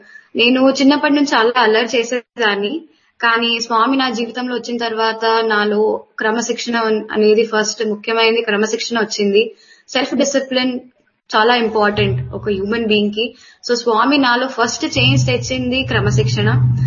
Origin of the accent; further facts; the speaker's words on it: Hyderabad, Telangana, India; now in Dehradun, India; And నా home town Hyderabad. Present నేను ఇప్పుడు దేహ్రాదూన్ లో ఉంటున్నాను.